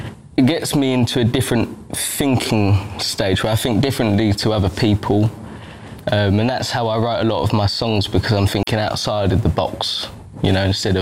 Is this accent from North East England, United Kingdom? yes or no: no; Milton Keynes, South East England, United Kingdom; we're from Milton Keynes